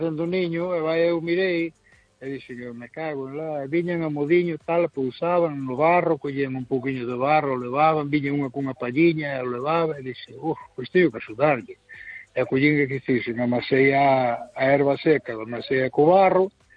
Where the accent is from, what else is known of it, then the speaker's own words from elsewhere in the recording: Vigo, Galicia, Spain; Bueno, pois pues a mí tamén me gusta, iso que son de Vigo, porque eu quero que haya derbi.